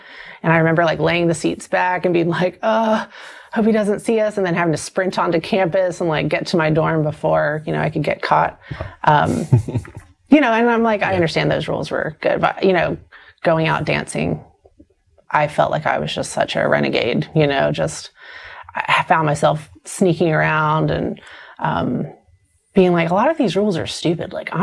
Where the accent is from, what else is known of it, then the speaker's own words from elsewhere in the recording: the South, United States; You're just growing up in the South, it was man, we're praying for those Catholics.